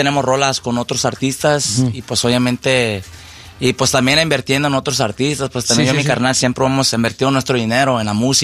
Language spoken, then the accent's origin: Spanish; Los Angeles, California, United States; also born or lived in Paramount; De Paramount, California, uh-huh. Sí, machín. Pero crecimos en Boyle Heights.